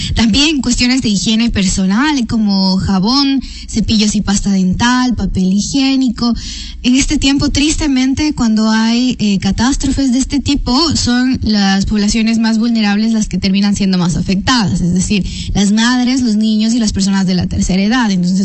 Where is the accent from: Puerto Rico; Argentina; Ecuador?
Ecuador; como ecuatorianos y ecuatorianas